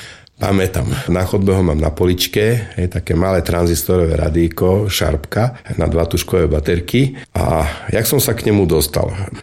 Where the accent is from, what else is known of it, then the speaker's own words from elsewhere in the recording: eastern Slovakia, Slovakia; Z východného Slovenska mali zobrať 30 žiakov. No a prišiel som na skúšky, z východu nás zostalo 30.